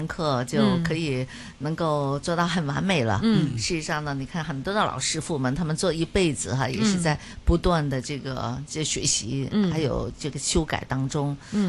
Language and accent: Chinese; Hong Kong; 其实中药我们香港人有陌生的，你看我们的凉茶铺， 到处都是。